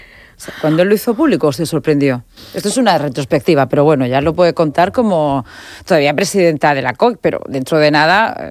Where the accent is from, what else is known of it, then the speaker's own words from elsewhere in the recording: Region of Murcia, Spain; Somos muy centralistas en Murcia.